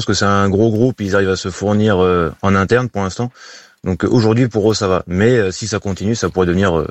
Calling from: Bordeaux, Nouvelle-Aquitaine, France; je suis sur Bordeaux

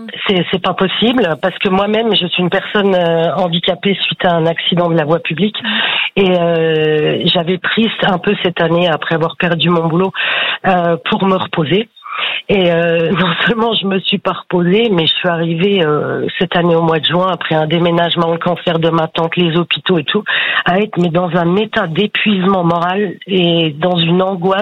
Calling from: Pont-à-Mousson, Grand Est, France; Je vous appelle de Pont-à-Mousson, c'est une petite ville entre Nancy et Metz.

